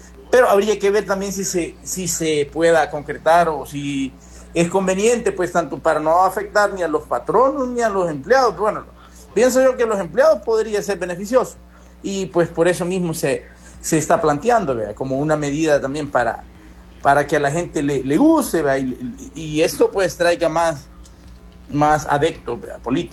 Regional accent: El Sauce, La Unión, El Salvador; que yo soy de El Sauce y trabajo en San Miguel

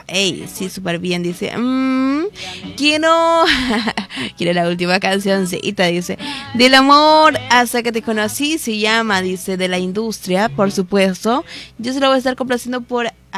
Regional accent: Eastern El Salvador, El Salvador; accent: speaking with the J; Yo digo que Oriente no tenemos acento, pero nos, bueno, nos dicen que tenemos, que hablamos con la J. Yo siento que no

